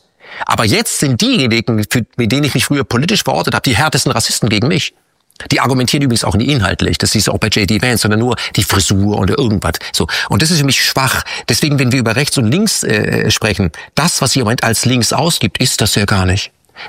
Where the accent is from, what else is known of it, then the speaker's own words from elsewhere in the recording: Krefeld, North Rhine-Westphalia, Germany; born there; Du meinst nach Krefeld, wo ich geboren bin?